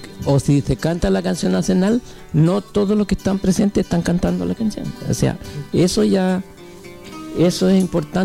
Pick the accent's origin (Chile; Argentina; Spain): Chile; No solo decir que soy chileno